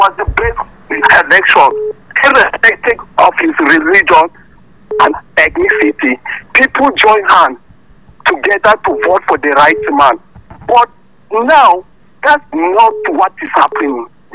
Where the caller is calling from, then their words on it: Pankshin, Plateau, Nigeria; I'm calling you from Jiblik, sir.